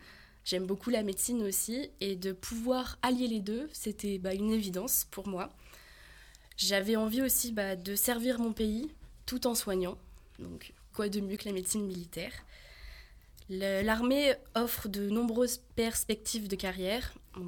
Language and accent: French; Auvergne-Rhône-Alpes, France; j'ai 21 ans, je viens de Savoie et je suis actuellement étudiante en médecine militaire à l'école de santé des armées.